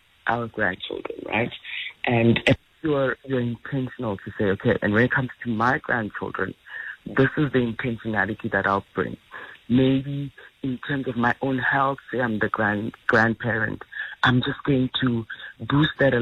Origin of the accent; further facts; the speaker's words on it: Mthatha, Eastern Cape, South Africa; where we grew up in Umtata, where as the younger children, you know, I remember every other Sunday they would have, like, church meetings at home.